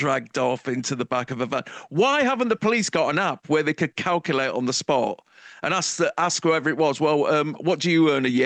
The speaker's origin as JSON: {"language": "English", "town": "Nottingham", "region": "East Midlands", "country": "United Kingdom", "tie": "born or raised there", "said": "my hometown of Nottingham."}